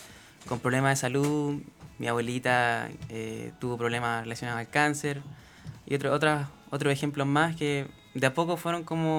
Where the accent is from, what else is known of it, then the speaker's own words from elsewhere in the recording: San Carlos, Ñuble, Chile; moved away as an adult; now in Osorno, Chile; Yo originalmente soy de San Carlos.